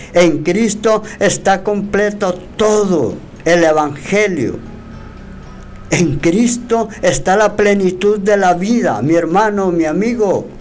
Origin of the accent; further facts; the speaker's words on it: Honduras; como decimos en buen hondureño